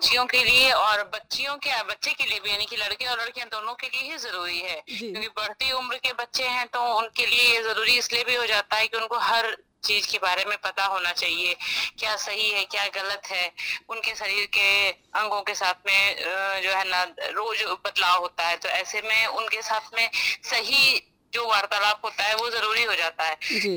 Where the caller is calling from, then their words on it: Bhagalpur, Bihar, India; मैं भागलपुर से हूँ।